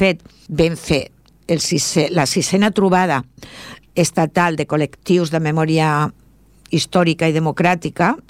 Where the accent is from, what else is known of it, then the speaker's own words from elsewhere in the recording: Extremadura, Spain; parlo per Extremadura, que és la que més coneixo perquè sóc extremenya i estic en una associació a Extremadura, no?